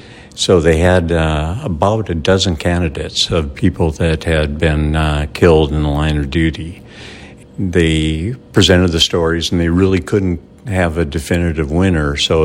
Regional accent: Minnesota, United States; moved away as an adult; I was raised in Minnesota, and I went to pilot training.

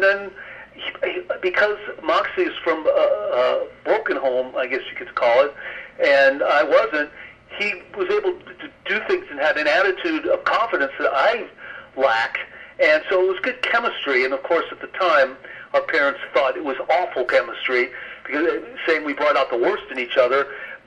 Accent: Los Angeles, California, United States; But growing up in Los Angeles

